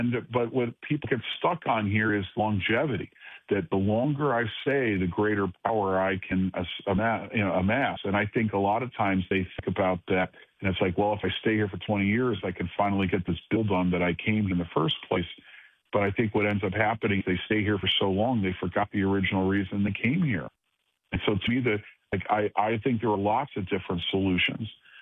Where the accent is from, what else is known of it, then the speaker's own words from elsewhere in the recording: Cleveland, Ohio, United States; Cleveland, Ohio, my hometown